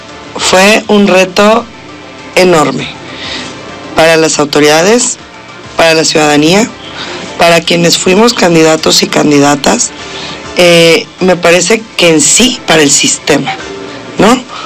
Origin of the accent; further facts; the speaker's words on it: Puebla, Mexico; yo soy orgullosamente producto poblano.